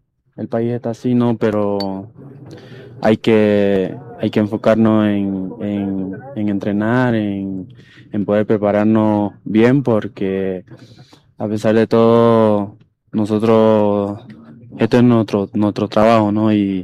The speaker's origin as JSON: {"language": "Spanish", "town": "Cobija", "region": "Pando", "country": "Bolivia", "tie": "born there", "said": "Yo nací en Pando, Cobija."}